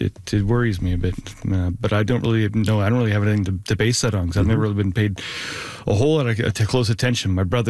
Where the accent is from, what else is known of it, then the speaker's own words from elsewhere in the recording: Pembroke, Ontario, Canada; now in Ottawa, Canada; Yeah, my family growing up was always CFL, CFL, mm-hmm. CFL. It was growing up in Pembroke, it was the Ottawa Rough Riders.